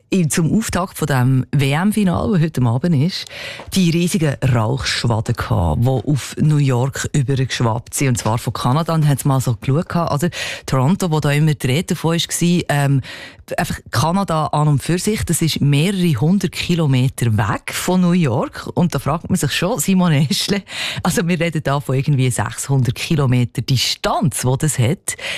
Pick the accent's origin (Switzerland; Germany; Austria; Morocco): Switzerland; Aber da können wir ja jetzt eben noch ein Lied davon singen bei uns in der Schweiz.